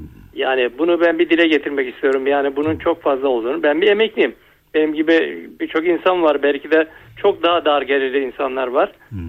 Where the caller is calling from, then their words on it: Antalya, Turkey; Antalya'dan arıyorum